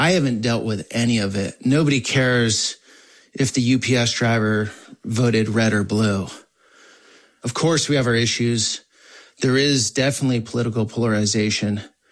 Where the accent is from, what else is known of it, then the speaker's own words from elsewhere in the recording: Vermont, United States; also born or lived in California; this is a totally different world than where I grew up in Vermont or lived most of California.